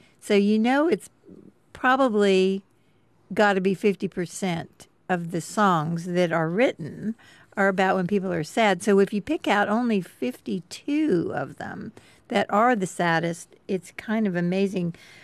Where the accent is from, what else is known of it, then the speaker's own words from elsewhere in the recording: the South, United States; That's why growing up in the South, everybody's called darling.